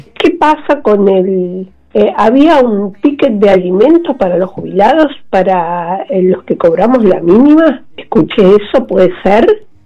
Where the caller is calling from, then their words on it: Buenos Aires, Argentina; de Parque Avellaneda